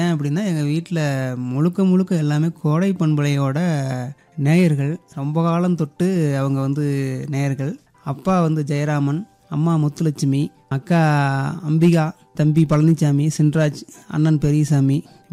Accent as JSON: {"language": "Tamil", "area": "Salem district", "region": "Tamil Nadu", "country": "India", "tie": "born or raised there", "said": "சேலம் மாவட்டம் வாழப்பாடி வட்டம் நடுப்பட்டிங்கிற கிராமம் என்னுடைய சொந்த ஊர். இப்போ வந்து ஒரு கால் டாக்ஸி நிறுவனம் வச்சு நடத்திருக்கிறேங்க ஐயா சேலத்தில்."}